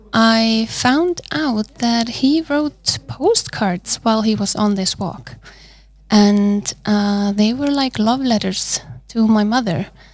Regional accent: Iceland; I'm from Iceland, as we have established.

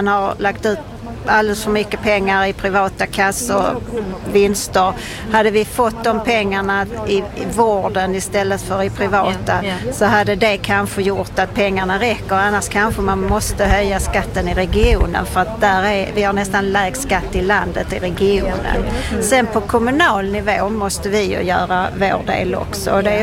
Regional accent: Malmö, Skåne, Sweden; Jag kommer från Malmö.

